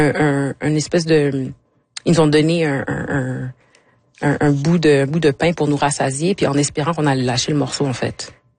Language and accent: French; Quebec, Canada; born there